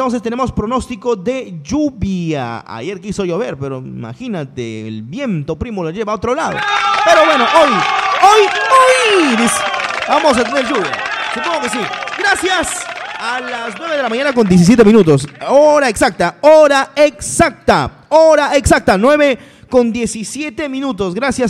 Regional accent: Peruvian Amazon, Peru; ¿cuántas personas de la sierra también deben decir que los selváticos somos malos?

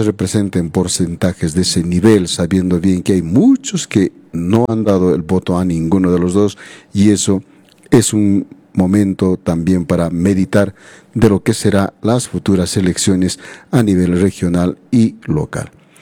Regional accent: Peru; siendo también nosotros natos de este país, Perú

